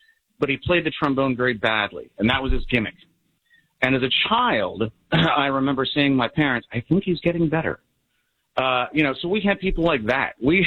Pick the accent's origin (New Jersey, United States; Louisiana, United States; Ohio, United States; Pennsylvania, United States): Ohio, United States; Columbus; As a child growing up in Columbus, Ohio, I listened to the great 610 TDM, the AM giant